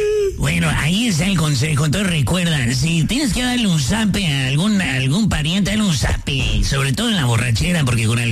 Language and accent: Spanish; Mexico City, Mexico; also born or lived in Ciudad Obregón; Soy de la Ciudad de México, pero nací, damas y caballeros, en Ciudad Obregón. Allá me crié, en Ciudad de México, así es de que fui chilango por un tiempo.